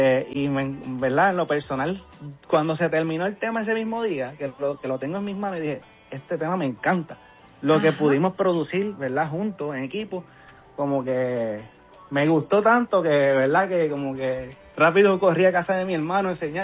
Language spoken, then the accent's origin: Spanish; Puerto Rico; Pero soy boricua.